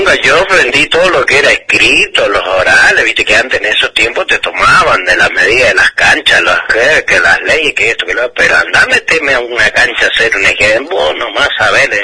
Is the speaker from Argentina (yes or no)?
yes; Argentina; Yo soy argentino, obvio